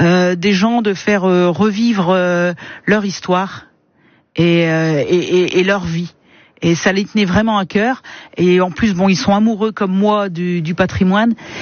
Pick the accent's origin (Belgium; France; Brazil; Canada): France; Hauts-de-France; now in Auneuil, France; je ne suis pas natif d'Auneuil. Moi, je suis natif du Nord. Je suis à Auneuil depuis 2010.